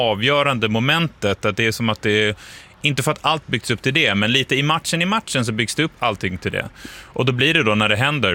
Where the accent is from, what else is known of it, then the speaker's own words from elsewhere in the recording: Stockholm, Stockholm County, Sweden; accent: Stockholm; Han har en annan grövre dialekt än vad jag har, men som stockholmare så måste jag